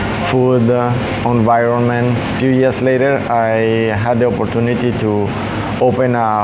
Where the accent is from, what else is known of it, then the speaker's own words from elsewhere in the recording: France; English is a second language; also born or lived in Colombia; now in China; I was born in Colombia, grew up in France, working in Michelin star restaurant in Paris.